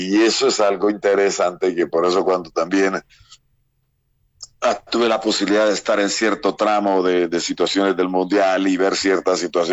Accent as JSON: {"language": "Spanish", "country": "Honduras", "also_born_or_lived": "Buenos Aires, Argentina", "said": "yo estoy acá en mi país, me vine a Honduras por mi hijo mayor, Josué."}